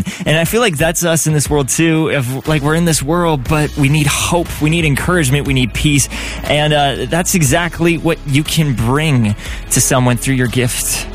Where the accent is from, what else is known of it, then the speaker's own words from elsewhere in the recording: Minnesota, United States; moved away; I'm from Minnesota.